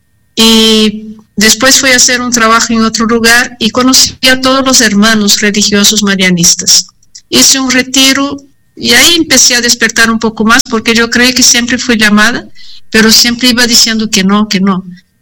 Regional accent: Brazil; moved away as an adult; vengo de Brasil.

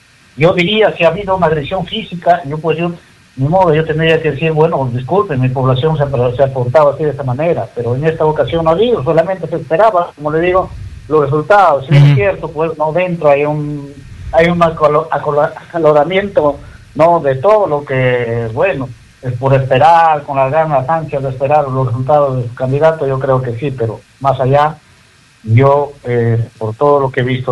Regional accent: Peru; now in San Ignacio, Peru; como buenos peruanos que somos.

